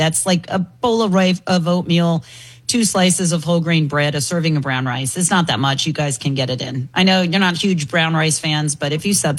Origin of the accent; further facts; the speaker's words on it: Maryland, United States; It's so funny because growing up in Maryland, I used to come here for spring break to visit my grandparents